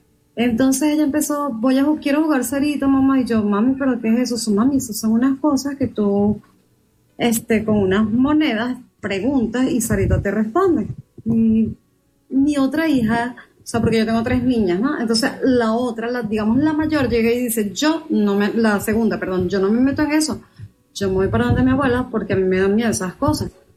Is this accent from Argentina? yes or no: no; Venezuela; also born or lived in Colombia; Yo soy colombiana, criada en Venezuela.